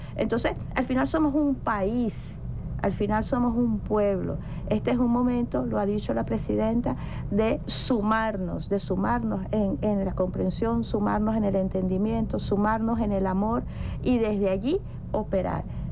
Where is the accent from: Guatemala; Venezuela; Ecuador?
Venezuela; es la fecha patria, que es una fecha en la que además nos reconocemos como venezolanas y venezolanos, y volvemos a Bolívar siempre